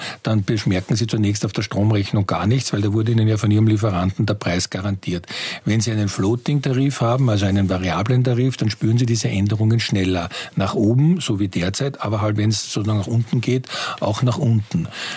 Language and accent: German; Austria; wir können uns als Österreicher